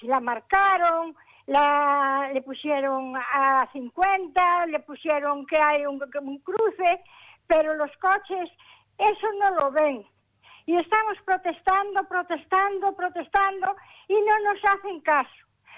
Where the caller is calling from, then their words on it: Tenorio, Galicia, Spain; Pues yo llamo de aquí, de Tenorio, lugar de Calvelo.